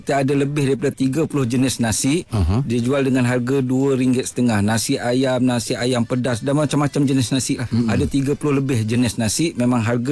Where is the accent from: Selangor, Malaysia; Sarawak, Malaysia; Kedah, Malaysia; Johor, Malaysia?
Selangor, Malaysia; Shah Alam; moved away as an adult; now in Kelantan, Malaysia; Okey, saya berasal daripada Shah Alam.